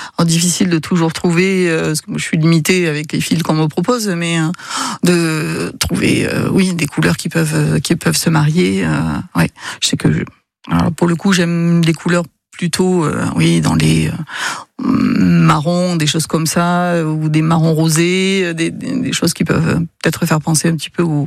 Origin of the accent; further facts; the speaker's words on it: Nouvelle-Aquitaine, France; Non, je suis pas, moi, je suis pas du Pays Basque. Hein, je suis des Landes. Du côté de Biscarrosse, ben, dans les Landes Nord.